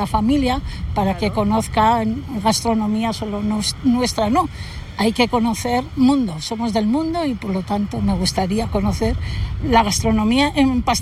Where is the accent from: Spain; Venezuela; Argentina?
Spain; Zaragoza, Aragon